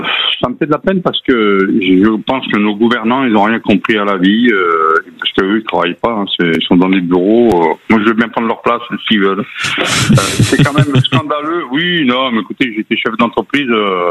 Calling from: Beaucaire, Occitanie, France

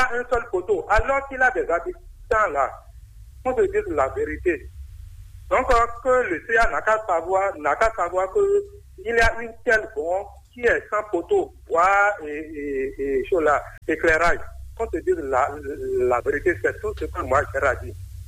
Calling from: Abomey-Calavi, Atlantique, Benin; depuis à Conville, Calavi.

